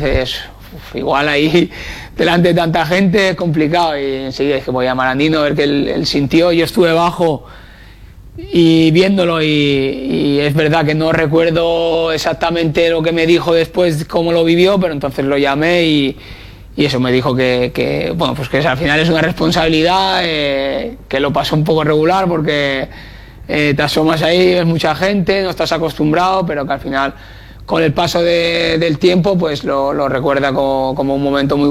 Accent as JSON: {"language": "Spanish", "town": "Elche", "region": "Valencian Community", "country": "Spain", "tie": "born there", "also_born_or_lived": "Crevillente", "said": "Porque nací en Elche, en Crevillente no hay hospitales, entonces tuve que nacer aquí"}